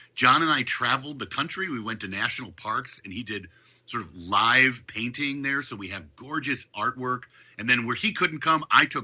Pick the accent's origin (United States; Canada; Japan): United States; Midwest; the Great Rivers and the Great Lakes region, sort of where I and you are from, along the Mississippi River Valley.